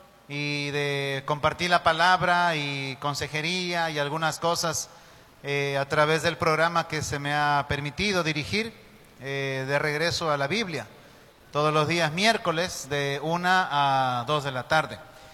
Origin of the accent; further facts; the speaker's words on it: Peru; moved away as an adult; now in Guayaquil, Ecuador; Yo soy el extranjero, no, yo soy el peruano que vino aquí hace 15 años aproximadamente